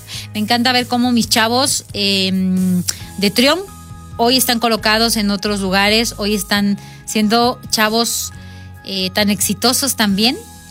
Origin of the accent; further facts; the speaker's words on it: Tuxpan, Nayarit, Mexico; now in San Martín de Hidalgo, Mexico; Soy de Tuxpan, Nayarit. Pero ya tengo 50 años en San Martín de Hidalgo, tierra del tendido de Cristos.